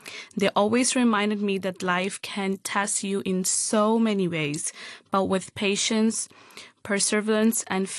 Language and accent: English; Hong Kong; English is a second language; I'm the founder. I was born and raised in Hong Kong as part of the ethnic minority group.